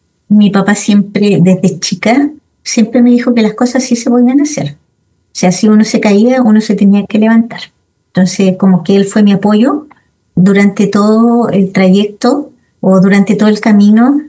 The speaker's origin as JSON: {"language": "Spanish", "town": "Valdivia", "region": "Los Ríos", "country": "Chile", "tie": "born there", "also_born_or_lived": "La Unión, Chile", "moved": "as an adult", "lives_now": "Santiago, Chile", "said": "Y después nos trasladamos, porque mi papá era profesor normalista, y nos trasladamos a Valdivia."}